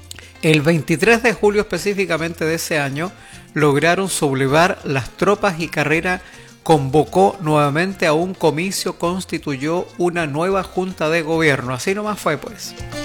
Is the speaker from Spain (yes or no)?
no; Chile; Chile, nuestro país.